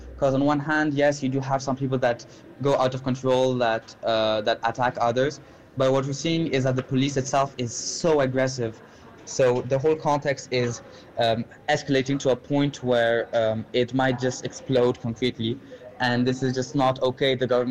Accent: Lyon, Auvergne-Rhône-Alpes, France; I'm 17 and I'm from Lyon.

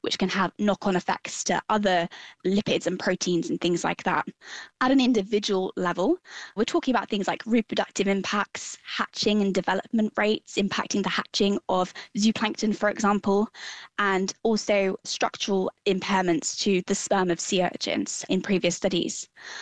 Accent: South West England, United Kingdom; I grew up in Devon in the UK, and as such, I've spent obviously a lot of time in and around the ocean.

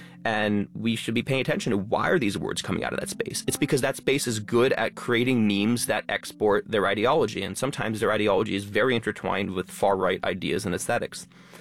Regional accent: Albany, New York, United States; my congressman where I grew up in Albany, New York, Paul Tonko.

